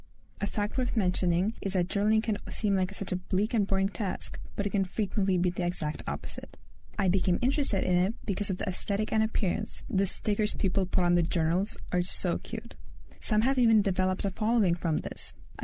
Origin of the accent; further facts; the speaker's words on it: Lithuania; first language Lithuanian; English is a second language